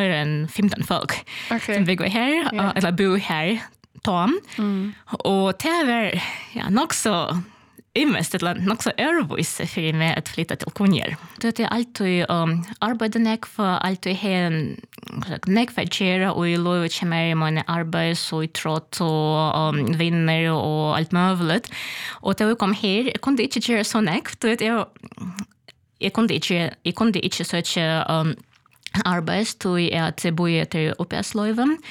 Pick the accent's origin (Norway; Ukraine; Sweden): Ukraine; Kharkiv, Kharkiv Oblast; Swedish is a second language; moved away as an adult; now in Kyiv, Ukraine; Jag var född i Kharkiv, det är österpast av Ukraina. Jag var uppvuxen här, fick min utbyggning här. Och så 17 år till jag var 25 år flyttade till Kiev och bor här i 20 år.